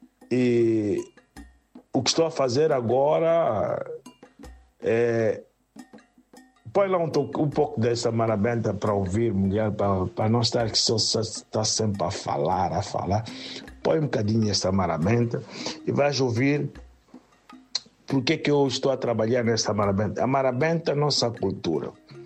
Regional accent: Mozambique; é como moçambicano também, para dizer que o sangue do moçambicano dentro corre sempre nas minhas veias.

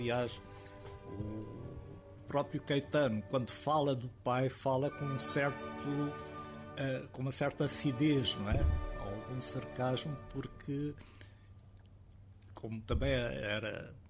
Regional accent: Goa, India; o facto das primeiras histórias serem sobre a minha infância e primeira juventude em Goa, fizeram-me renascer esse interesse por contar uma história goesa

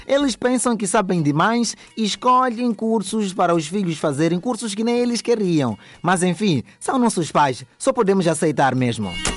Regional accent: France; also born or lived in Dubai, United Arab Emirates / Abu Dhabi, United Arab Emirates / Portugal; now in Mozambique; Já sabes, amigo ouvinte, que eu nasci em Dubai, a minha infância resume-se na França. Fiz ensino primário em Abu Dhabi. O ensino secundário foi em Portugal. Recentemente cheguei a Moçambique.

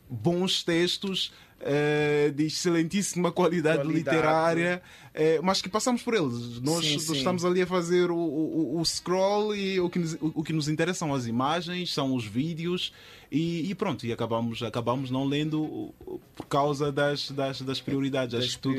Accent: Maputo, Maputo City, Mozambique; Nós costumamos, aqui em Moçambique, em Maputo em específico, que foi onde cresci, costumamos dizer que não compramos o livro porque o livro está muito caro

